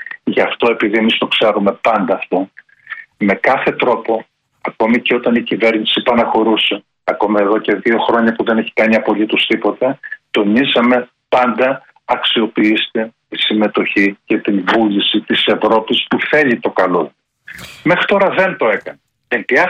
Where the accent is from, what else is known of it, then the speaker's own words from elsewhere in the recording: Greece; εμένα η δουλειά μου ως Έλληνας ευρωπολίτης είναι να στηρίζω την Ελλάδα.